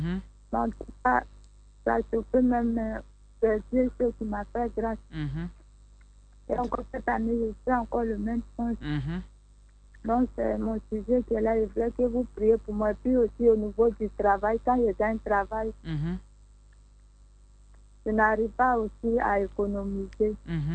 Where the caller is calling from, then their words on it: Côte d’Ivoire; J'appelle de... Agban.